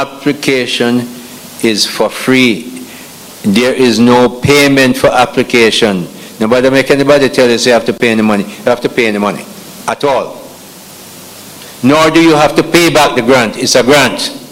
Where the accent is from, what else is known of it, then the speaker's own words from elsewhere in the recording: Southfield, St. Elizabeth, Jamaica; I am from Southfield, which is right next door.